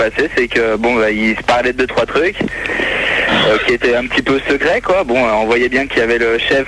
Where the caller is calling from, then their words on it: Grenoble, Auvergne-Rhône-Alpes, France; je suis à Grenoble